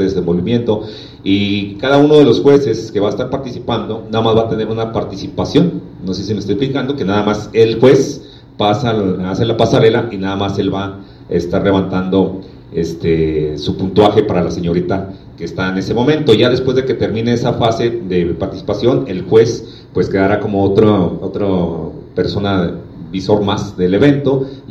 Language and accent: Spanish; Mexico; gracias por ayudarnos a enlazarnos a lo que nos une como mexicanos en este mes próximo ya de las fiestas patrias.